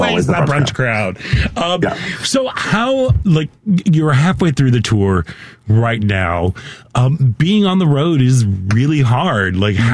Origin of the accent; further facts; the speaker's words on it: St. Louis, Missouri, United States; Because again, as a kid, growing up in St. Louis, like the Muni was...